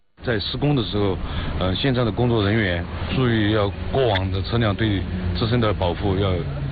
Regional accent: Baoxing, Sichuan, China; 因为我的老家是在宝兴的姚集乡，以前的路都是碎石路面，路面窄，公路抗灾能力弱

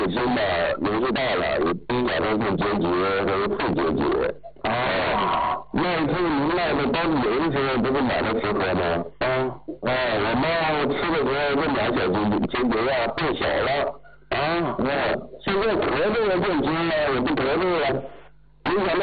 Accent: Xinjiang, China; 我是新疆的，家是新疆的。

